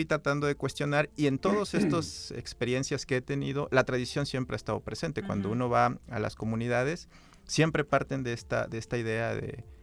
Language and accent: Spanish; Oaxaca, Mexico; moved away as an adult; now in Xalapa, Mexico; yo soy del Istmo, uh-huh, del Istmo de Tehuantepec, de Oaxaca, en donde la tradición se vive